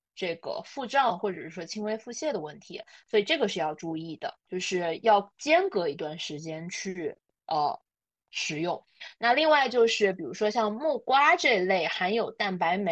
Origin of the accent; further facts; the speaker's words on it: China; 我们中国人